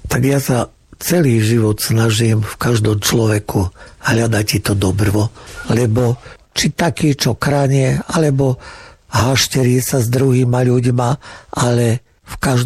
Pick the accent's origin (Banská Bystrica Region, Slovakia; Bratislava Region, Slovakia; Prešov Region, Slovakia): Banská Bystrica Region, Slovakia; Plachtince; u nás na Plachtencach nie máme len, u nás je všetky nejaké spoluhláske. U nás všetko je tam, či je to B, či je to M.